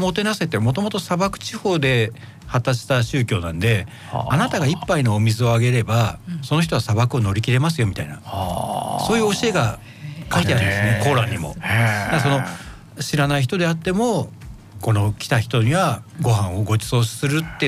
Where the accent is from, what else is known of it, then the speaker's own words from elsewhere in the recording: Gifu, Japan; moved away as an adult; now in Hachioji, Japan; 生まれは岐阜県になります。